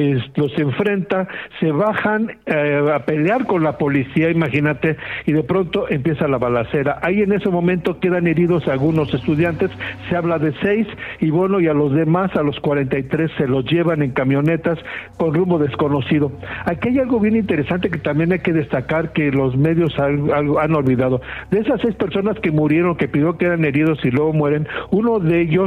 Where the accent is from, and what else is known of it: Mexico